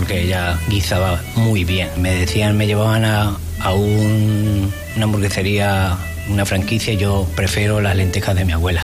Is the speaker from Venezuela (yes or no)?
yes; Venezuela; moved away as an adult; now in Ávila, Spain; tengo 43 años, soy nacido en Venezuela. Y tengo desde el año 2003 en esta ciudad de Ávila, que es como mi ciudad, mi segunda ciudad natal.